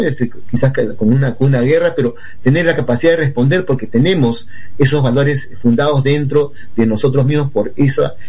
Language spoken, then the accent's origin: Spanish; Peru; a unirnos, a integrarnos como peruanos